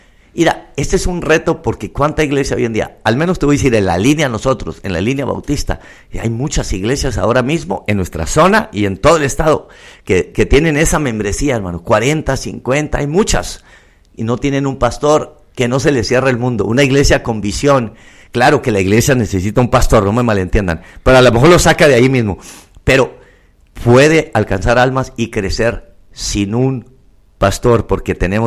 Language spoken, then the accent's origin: Spanish; Chihuahua, Mexico; also born or lived in United States; yo vengo de Estados Unidos, soy mexicano, soy de aquí de Chihuahua.